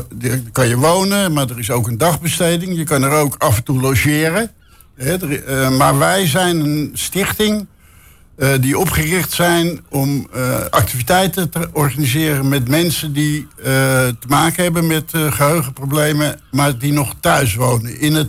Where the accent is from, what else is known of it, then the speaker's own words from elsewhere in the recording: Beverwijk, North Holland, Netherlands; also born or lived in Muiden; now in Heemskerk, Netherlands; 360 eigenlijk. Geboren in de Muiden. Opgegroeid in Beverwijk. En woon nu in Heemskerk.